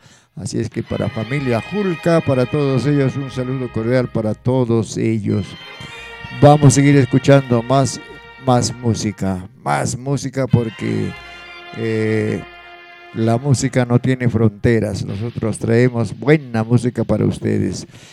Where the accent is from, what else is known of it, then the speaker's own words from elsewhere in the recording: Jangas, Ancash, Peru; nos llaman desde Hangas, mi tierra linda, mi distrito.